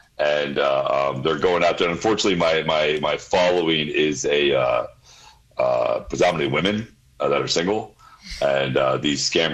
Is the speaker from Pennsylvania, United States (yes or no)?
yes; Pennsylvania, United States; Yeah, Pennsylvania. Right. You can say Pennsylvania. I grew up in Pennsylvania, yes.